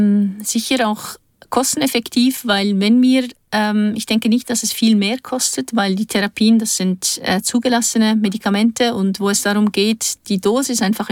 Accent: Bern, Switzerland; born there; first language Turkish; German is a second language; also born or lived in Kahramanmaraş, Turkey; aus wirtschaftlichen Gründen sind meine Eltern ausgereist, haben in die Schweiz migriert. Und wir haben hier unsere Ausbildung gemacht und sind in Bern aufgewachsen.

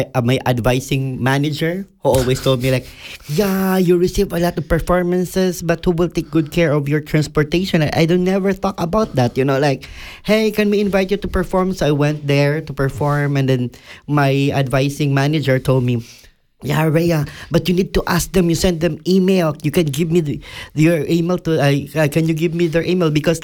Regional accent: Philippines; English is a second language; moved away as an adult; I am from Philippines.

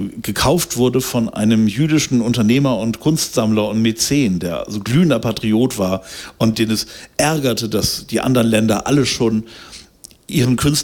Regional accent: Germany; Und das ist natürlich auch lustiger, was man als Deutscher so in Italien erlebt.

